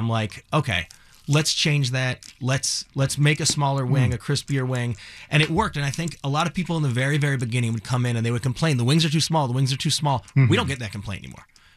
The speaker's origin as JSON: {"language": "English", "town": "Cleveland", "region": "Ohio", "country": "United States", "tie": "born or raised there", "moved": "as an adult", "lives_now": "Los Angeles, United States", "said": "I'm born and raised in Cleveland, Ohio. I've been out here for 20 years."}